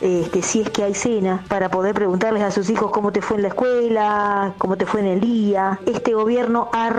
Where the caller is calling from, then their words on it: La Plata, Buenos Aires Province, Argentina; de La Plata.